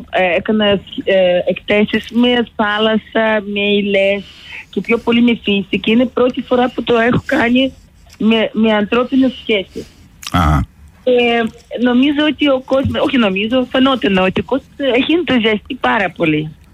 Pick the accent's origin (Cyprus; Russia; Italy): Russia; Moscow; Greek is a second language; moved away as an adult; now in Greece; Όχι, δεν είμαι από την Ελλάδα, είμαι από τη Μόσχα.